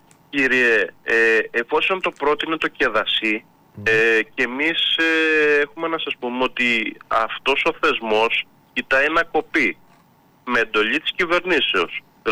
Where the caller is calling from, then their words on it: Greece; είμαστε Έλληνες φορολογούμενοι